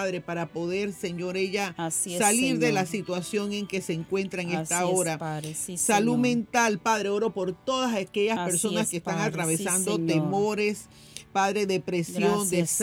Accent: Panama; Nosotros como panameños también

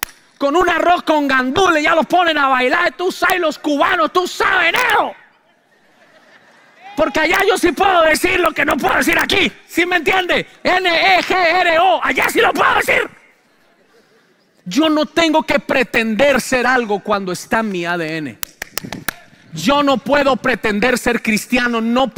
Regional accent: Colombia; now in United States; fui a mi tierra de Colombia. Mi tierra no es Bogotá. Aunque todo el mundo dice, nació en Bogotá, Bogotá es la ciudad. Pero yo vengo del campo, de allá de las vacas. De allá vengo yo.

